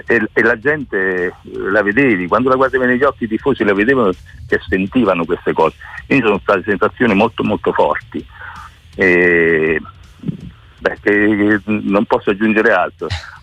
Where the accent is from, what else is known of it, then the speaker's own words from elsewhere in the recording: Naples, Campania, Italy; per noi napoletani